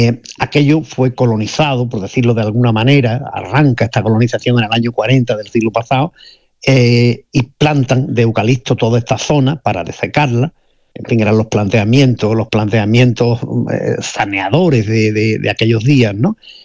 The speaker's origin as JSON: {"language": "Spanish", "town": "Almonte", "region": "Andalusia", "country": "Spain", "tie": "born or raised there", "said": "Yo soy de Almonte, nací en Almonte, he vivido prácticamente toda mi vida en Almonte, exceptuando los años que he estado fuera estudiando y demás, ¿no? Bueno, y trabajando también muchos años fuera, pero que fundamentalmente he vivido en Almonte"}